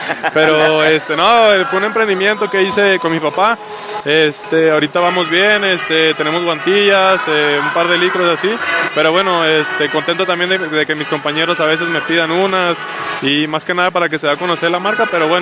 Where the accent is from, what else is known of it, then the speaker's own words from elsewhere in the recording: San Luis Potosí, Mexico; soy de San Luis Potosí, mi esposa es de Sonora.